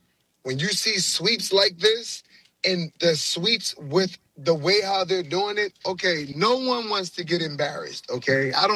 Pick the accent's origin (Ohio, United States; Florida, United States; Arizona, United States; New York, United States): New York, United States; I stand on that firm. I'm from New York, whole lot.